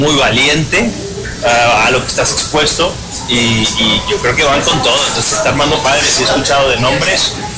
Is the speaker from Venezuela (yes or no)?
yes; Venezuela; nos afecta a todos, como hermanos que somos, y ya no solo hablo como venezolanos, como seres humanos.